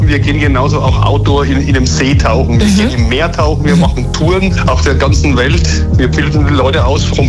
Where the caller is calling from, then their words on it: Kist, Bavaria, Germany; Ich bin aus Kist bei Würzburg und ich betreibe seit mehr als 37 Jahren eine Tauchschule und ein Tauchsportcenter hier in der Gegend.